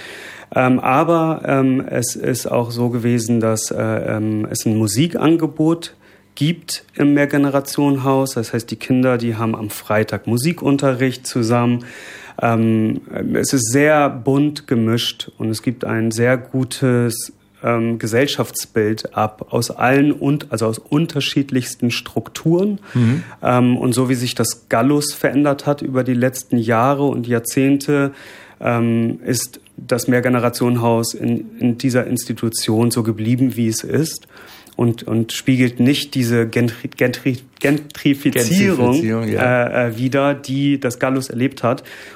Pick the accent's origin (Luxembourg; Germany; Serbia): Germany; Bremen; now in Frankfurt, Germany; Zudem muss man sagen, dass ich libanesischer Herkunft bin. Ja. Zwar in Deutschland geboren, ich bin gebürtiger Bremer, aber zweisprachig aufgewachsen bin, Arabisch und Deutsch.